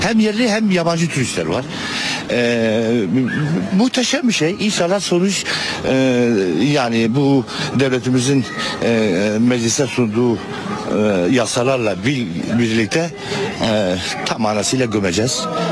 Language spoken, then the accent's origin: Turkish; Mardin, Turkey; Çünkü İstanbul'daki insan ben burada Mardinliyim. Benim orada da şeylerim var, yatırımlarım var.